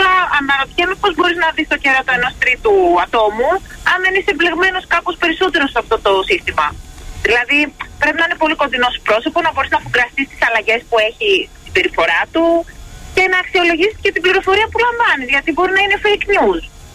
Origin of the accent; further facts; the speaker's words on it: Thessaloniki, Central Macedonia, Greece; από τη Θεσσαλονίκη.